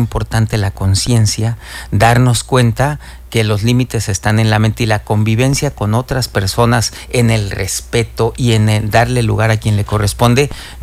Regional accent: Alto Lucero, Veracruz, Mexico; Yo soy de Alto Lucero, Veracruz.

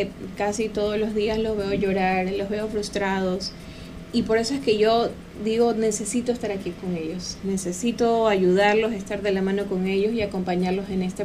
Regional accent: Guayaquil, Guayas, Ecuador; accent: guayaco; Yo estudié en Guayaquil, viví casi toda mi vida en Guayaquil.

